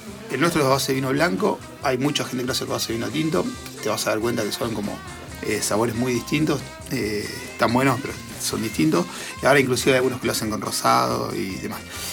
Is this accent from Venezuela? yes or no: no; Rosario, Santa Fe, Argentina; Somos los rosarinos